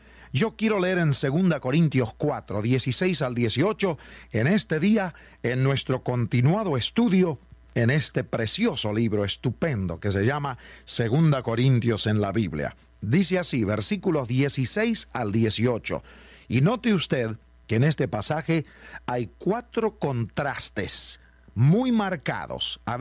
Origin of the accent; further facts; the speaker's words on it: Argentina; cuando yo era niño en la República Argentina